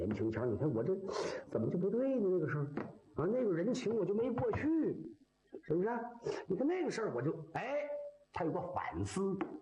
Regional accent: Shandong, China; 你跟俺山东人都不好使啊。

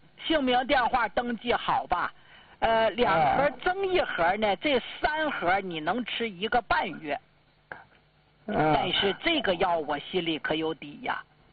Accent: Northeast China, China; accent: Northeastern dialect; 我净用咱们东北老家话跟你们唠嗑。

